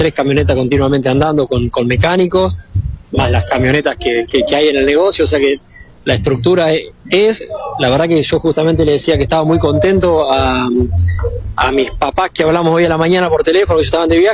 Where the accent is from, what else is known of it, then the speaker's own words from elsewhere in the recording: Rufino, Santa Fe, Argentina; Nosotros somos de Rufino